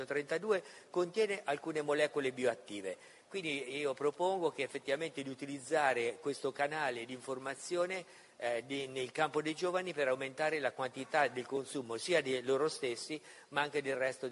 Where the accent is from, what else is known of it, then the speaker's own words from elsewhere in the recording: Perugia, Umbria, Italy; vengo da Perugia.